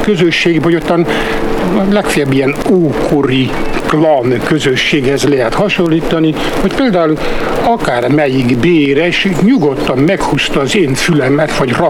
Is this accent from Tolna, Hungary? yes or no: yes; Felsőrácegres, Tolna, Hungary; messze első puszta az, ahol én születtem, Rátszeg, Felső Rátszegre, a Simon tornya és Sárszent Lőrinc között. Ott volt az apám urodalmi főgépész.